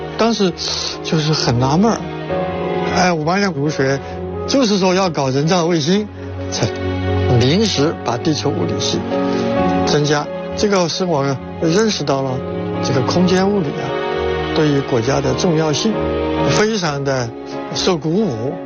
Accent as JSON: {"language": "Chinese", "town": "Mianyang", "region": "Sichuan", "country": "China", "tie": "born or raised there", "moved": "yes", "said": "我出生在四川省绵阳，我的家乡呢，丰谷镇呢，也产井盐。"}